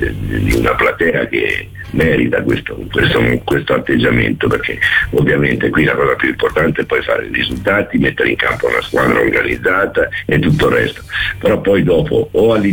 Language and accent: Italian; Rome, Lazio, Italy; born there; io sono nato a Roma